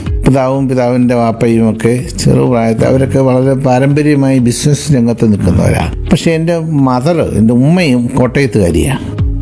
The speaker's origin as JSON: {"language": "Malayalam", "town": "Kollam", "region": "Kerala", "country": "India", "tie": "born or raised there", "said": "ഞാൻ ജനിച്ചതും വളർന്നതും തുണക്കം എന്ന് പറയുന്നത് കൊല്ലം നഗരത്തിലെ ജോനകപ്പുറം എന്ന് പറയുന്നൊരു തീരപ്രദേശത്താണ്. അവിടെയാണ് എൻ്റെ അച്ഛനും അച്ഛൻ്റെ വാപ്പയും വാപ്പയുടെ വന്നെങ്കിൽ പിതാവിൻ്റെ വാപ്പയും ഒക്കെ താമസിച്ച് വളർന്നതൊക്കെ അവിടുന്ന്."}